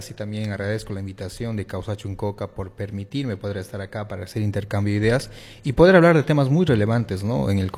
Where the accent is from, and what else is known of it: Bolivia